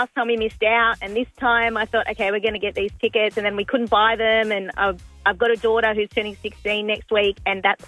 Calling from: Glenorie, New South Wales, Australia; I'm Glenorie.

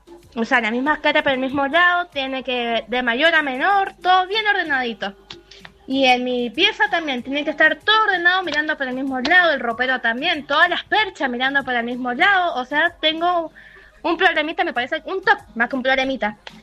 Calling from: Godoy Cruz, Mendoza, Argentina; de Godoy Cruz.

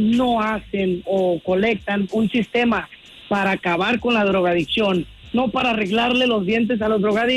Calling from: Phoenix, Arizona, United States

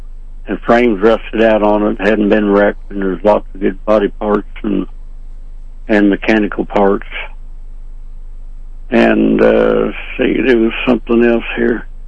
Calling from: Marceline, Missouri, United States; Marceline.

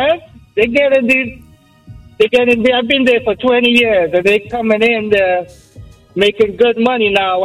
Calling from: New York City, New York, United States; Hi, good morning. … I'm calling from Queens.

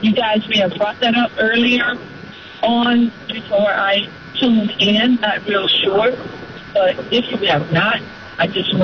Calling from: Stone Mountain, Georgia, United States; Hey, I'm calling from Stone Mountain.

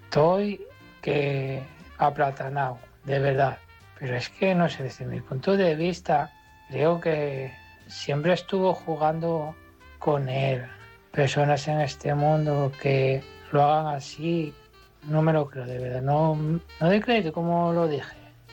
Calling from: Asturias, Spain; desde Asturias.

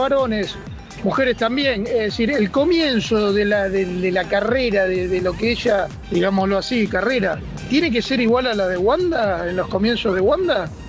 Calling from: Rosario, Santa Fe, Argentina; desde Rosario

